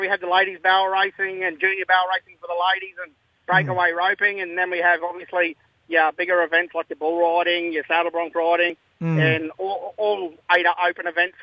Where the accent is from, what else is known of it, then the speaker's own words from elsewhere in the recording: Cloncurry, Queensland, Australia; So I'm originally from Cloncurry, and my mob's my auntie from Doomadgee up the Gulf of, Queensland.